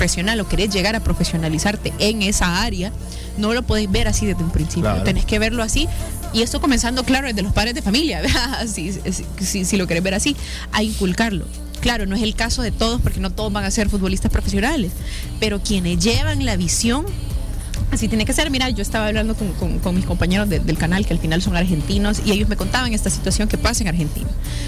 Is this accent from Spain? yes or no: no; El Salvador; con nuestro pensamiento como salvadoreños